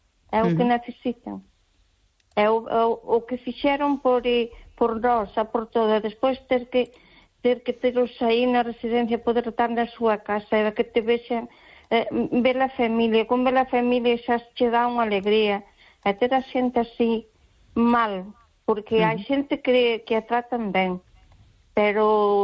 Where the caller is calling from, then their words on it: Malpica, Galicia, Spain; De Malpica.